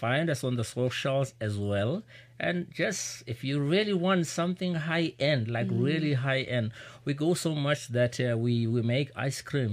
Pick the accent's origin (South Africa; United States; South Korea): South Africa; I am a South African.